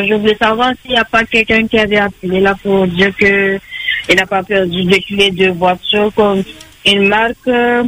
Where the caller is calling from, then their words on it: Saint-Louis, Réunion; je suis à Saint-Louis en face du Groupama.